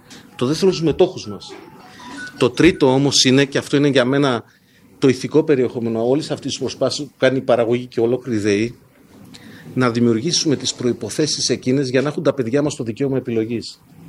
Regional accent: Ptolemaida, Western Macedonia, Greece; στην πόλη μου, στην Τολεμαΐδα

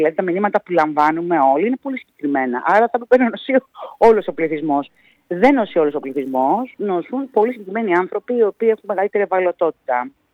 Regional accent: Thessaloniki, Central Macedonia, Greece; Βέβαια, γιατί τότε εμείς είμαι Θεσσαλονικιά, γι' αυτό το λέω.

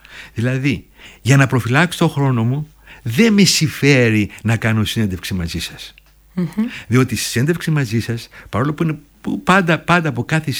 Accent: Greece; moved away; Έχουμε πλεονέκτημα σαν Έλληνες ότι είτε το θέλουμε είτε όχι επηρεαζόμαστε από την υπέροχη προσφορά της αρχαίας Ελλάδας. Έρχομαι στην Ελλάδα, στην Αθήνα.

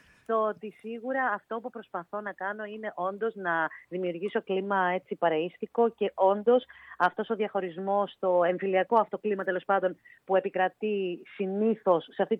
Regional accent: Thessaloniki, Central Macedonia, Greece; Είμαστε μαζί από τη Θεσσαλονίκη, έτσι ξεκινήσαμε παρέα την πορεία μας.

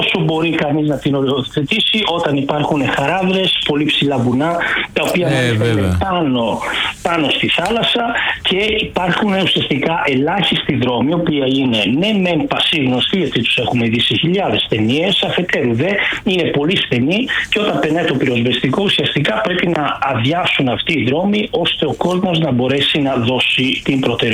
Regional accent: Naples, Campania, Italy; εγώ κατάγομαι από την Νάπολη μέρη, οπότε αντιλαμβάνεσαι πως είναι ένα θέμα το οποίο νιώθω πάρα πολύ κοντά

